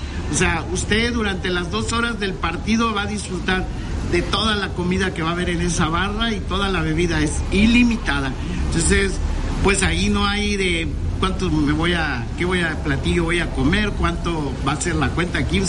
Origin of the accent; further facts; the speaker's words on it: Veracruz, Mexico; como somos los mexicanos y sobre todo los jarochos.